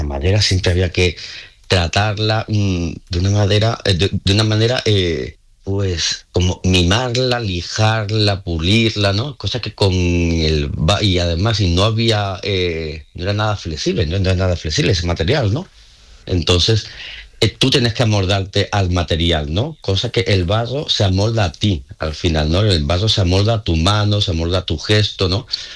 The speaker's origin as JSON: {"language": "Spanish", "town": "La Rambla", "region": "Andalusia", "country": "Spain", "tie": "born or raised there", "said": "Eso era una residencia que se hacía los veranos en La Rambla, en mi pueblo natal."}